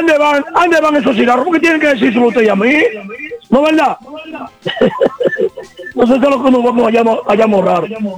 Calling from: Baní, Peravia, Dominican Republic; Aquí somos de aquí de Baní

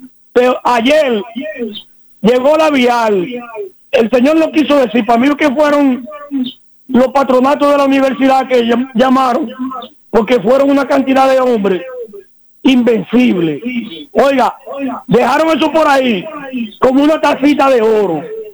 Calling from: Baní, Peravia, Dominican Republic

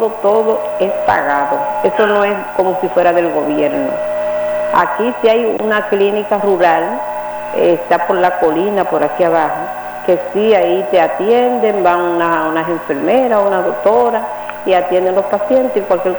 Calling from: Baní, Peravia, Dominican Republic; Yo soy de aquí de los Barrancones.

